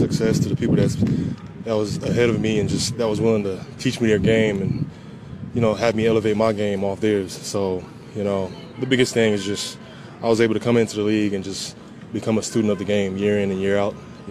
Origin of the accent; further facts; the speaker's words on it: Houston, Texas, United States; You know, my hometown is in Houston. I grew up in Houston.